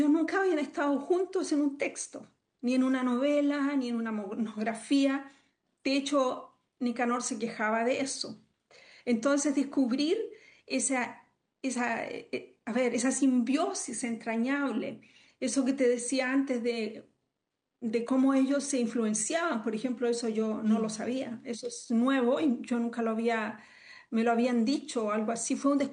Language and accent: Spanish; Chile; moved away; yo después de 40 años de vivir fuera de Chile sigo siendo chilena y sigo siéndome, sintiéndome como chilena y sigo yendo muchísimo a Chile